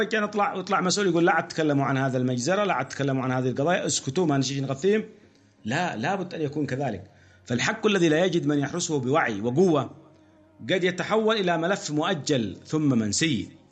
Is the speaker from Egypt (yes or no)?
no; Yemen; عندنا في اليمن نرى ذلك